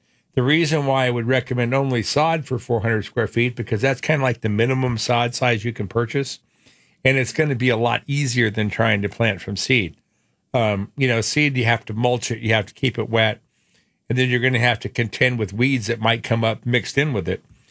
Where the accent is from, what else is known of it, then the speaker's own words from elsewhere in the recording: Phoenix, Arizona, United States; when I grew up here in Sunny Slope